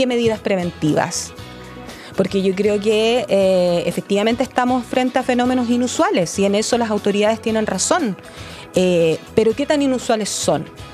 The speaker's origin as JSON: {"language": "Spanish", "town": "Santiago", "region": "Santiago Metropolitan Region", "country": "Chile", "said": "los santiaguinos tenemos, me incluyen los santiaguinos"}